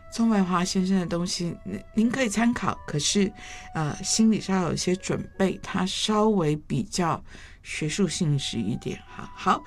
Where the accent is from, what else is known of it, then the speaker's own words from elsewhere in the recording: Shanghai, China; 我是上海人，上海人是农农农哈，就是你，我听我父亲都是农怎么样，农怎么样，